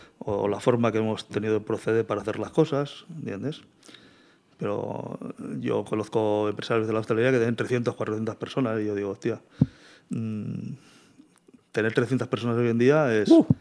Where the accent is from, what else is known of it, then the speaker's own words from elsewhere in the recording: Castelldefels, Catalonia, Spain; Mi padre trabajaba en un banco aquí y no sé por qué motivo vino a Castelldefels y yo nací aquí en Castelldefels.